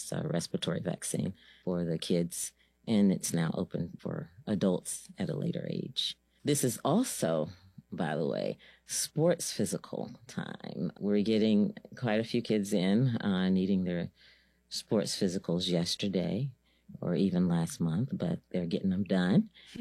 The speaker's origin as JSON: {"language": "English", "region": "Virginia", "country": "United States", "said": "You know, in past cases where I come from, and by the way, I'm from Virginia"}